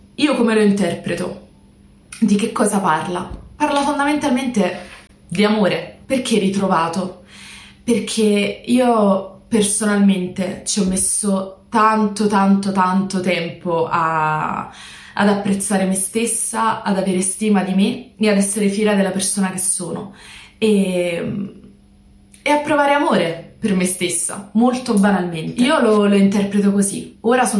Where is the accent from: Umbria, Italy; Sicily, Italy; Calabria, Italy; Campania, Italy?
Campania, Italy; Naples; con la Y iniziale non me l'ho sbagliato, mi raccomando. Ho 23 anni e sono di Napoli.